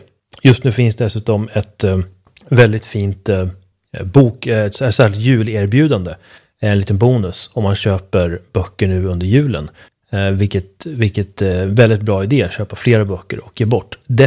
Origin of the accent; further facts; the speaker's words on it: Sweden; now in Hungary; i egenskap av svensk expat i Ungern.